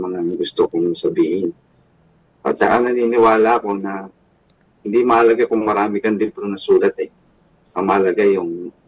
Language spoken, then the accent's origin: Tagalog; Manila, Metro Manila, Philippines; nataga-Tondo ako.